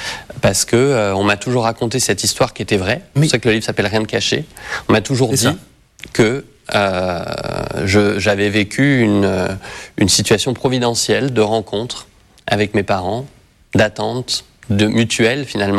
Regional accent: Reims, Grand Est, France; born there; Tout simplement, je suis né à Reims, il y a 42 ans, donc en 1984.

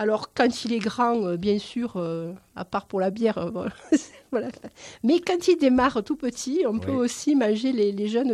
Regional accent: Nîmes, Occitanie, France; born there; moi qui viens du midi, pas du midi moins le quart, je suis née à Nîmes pour tout vous dire.

